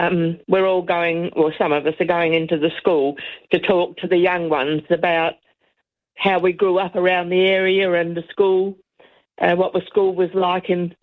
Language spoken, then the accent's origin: English; Adelaide, South Australia, Australia; I was brought up in Ferradon Park in South Australia, probably about 10 kilometres from the city. I now live about 6 kilometres from Ferradon Park.